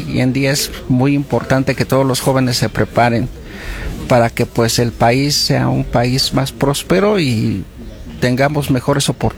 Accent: Tizayuca, Hidalgo, Mexico; Venimos desde Tizayuca, Hidalgo.

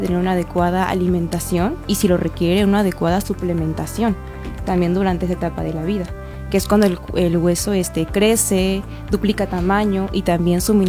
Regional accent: Zimapán, Hidalgo, Mexico; Bueno, pues yo soy de Zimapán. Estudié en la Universidad Autónoma, igual, en Pachuca, en ICSA.

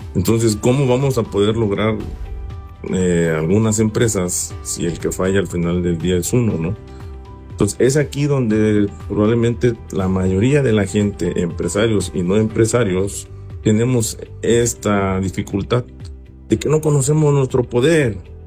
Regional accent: Tlapa de Comonfort, Guerrero, Mexico; born there; Y para ello, en el lugar donde nacimos, aquí en Tlapa de Comonfort Guerrero, tuvimos a cierta edad, más o menos en el segundo año del jardín, tuvimos una mala experiencia con el dinero.

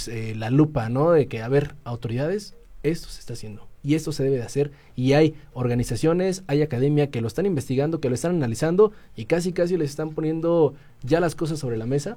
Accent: Mexico

